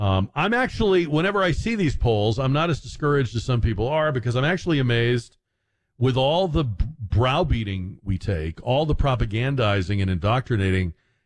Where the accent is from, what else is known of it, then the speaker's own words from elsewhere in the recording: United States; most Americans are just deeply ashamed, like bag over our head, oh my God, we're from America.